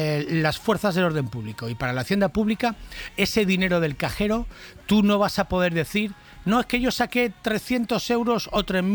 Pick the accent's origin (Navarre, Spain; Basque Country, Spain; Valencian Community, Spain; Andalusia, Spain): Valencian Community, Spain; Valencia; Estoy en Radio Valencia, vale. En mi ciudad natal, en Valencia. O sea que.